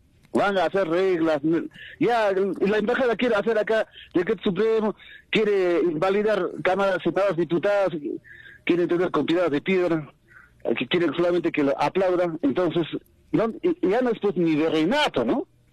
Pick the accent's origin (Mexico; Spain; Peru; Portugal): Peru; Quien va a defender la patria somos los peruanos, de verdad.